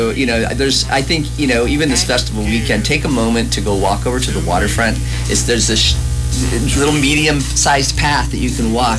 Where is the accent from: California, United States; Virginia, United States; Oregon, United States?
California, United States; San Jose; moved away; I'm not from Saratoga, but from my hometown of San Jose where I was born, Saratoga's pretty close to there